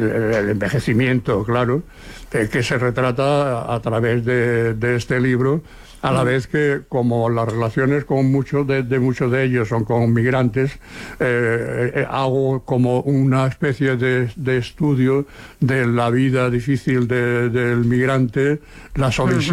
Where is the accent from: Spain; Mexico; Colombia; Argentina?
Spain; Seville, Andalusia; now in Barcelona, Spain; cuando vinimos de Sevilla